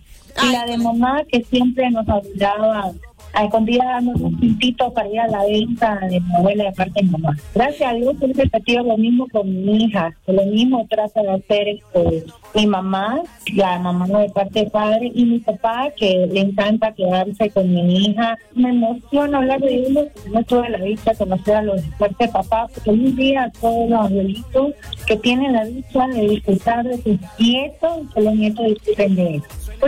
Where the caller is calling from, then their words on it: Santa Cruz de la Sierra, Santa Cruz, Bolivia; Sí, soy de Santa Cruz.